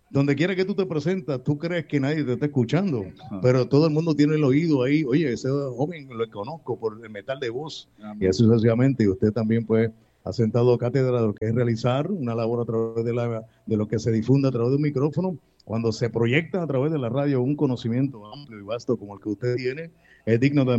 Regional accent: Coamo, Puerto Rico

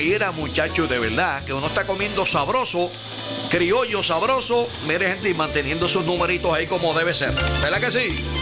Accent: Sabana Grande, Puerto Rico; Oye, mi pueblo Sabana Grande, mi barrio Molina, el callejón La Esquina

